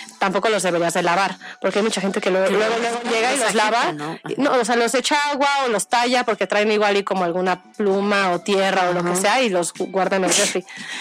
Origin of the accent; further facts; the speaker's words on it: Querétaro, Mexico; Yo soy de Querétaro y justo vengo aquí de visita.